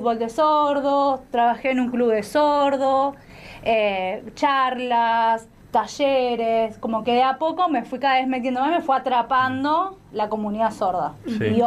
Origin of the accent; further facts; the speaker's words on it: Argentina; en realidad somos todos argentinos